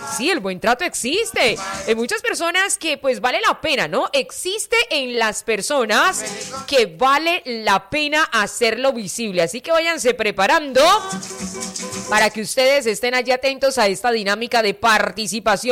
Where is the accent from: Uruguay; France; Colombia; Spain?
Colombia